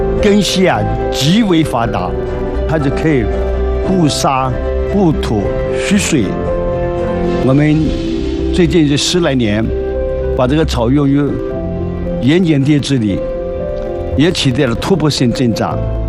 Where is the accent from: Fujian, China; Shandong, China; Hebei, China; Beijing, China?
Fujian, China; 我是福建人，这福建闽西北啊，山区啊，满山遍野啊，都是那个芒起，那个是可以多年生的，而且资源非常丰富。